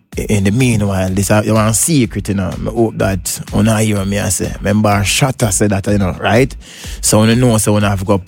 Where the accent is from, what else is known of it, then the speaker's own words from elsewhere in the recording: Jamaica; say, as a Jamaican selector, we give a bag of present